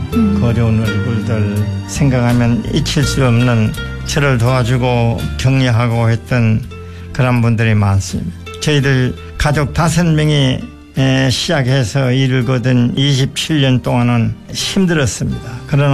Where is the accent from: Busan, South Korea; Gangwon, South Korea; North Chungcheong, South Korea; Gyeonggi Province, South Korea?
North Chungcheong, South Korea; Yeongdong; moved away; 제 고향이 충북 영동군 상촌면 산골짜기입니다.